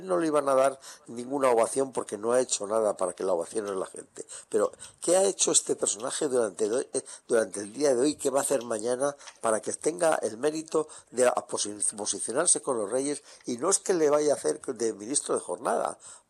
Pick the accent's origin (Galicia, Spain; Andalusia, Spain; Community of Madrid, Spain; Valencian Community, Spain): Valencian Community, Spain; Yo como valenciano